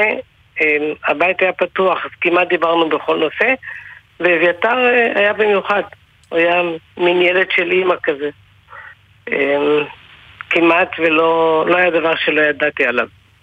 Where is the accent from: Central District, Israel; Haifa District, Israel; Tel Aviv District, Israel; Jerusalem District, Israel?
Jerusalem District, Israel; Jerusalem; moved away as an adult; now in Beit She'an, Israel; נשואה למאיר, גרים בבית שאן. בילדותי גדלתי בירושלים, אני נשאתי למאיר, עברנו לגור בבית שאן.